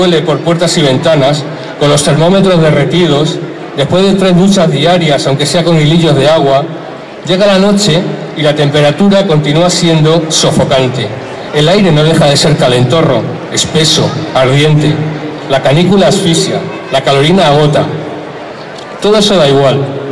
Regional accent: Extremadura, Spain; debemos creernos importantes como extremeños. Posiblemente no somos más que nadie, pero tampoco menos. En la medida en que todos pensemos en grande, también haremos grande a Extremadura.

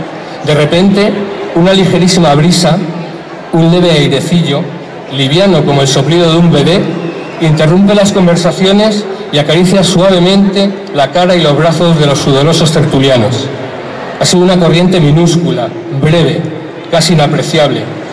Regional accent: Extremadura, Spain; debemos creernos importantes como extremeños. Posiblemente no somos más que nadie, pero tampoco menos. En la medida en que todos pensemos en grande, también haremos grande a Extremadura.

